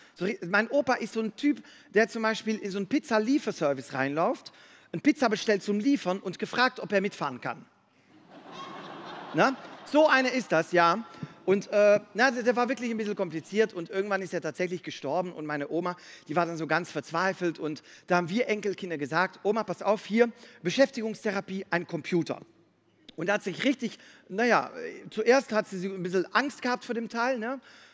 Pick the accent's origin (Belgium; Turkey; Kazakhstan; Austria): Belgium; now in Germany; natürlich wie in Deutschland trinken auch Belgier manchmal was gerne.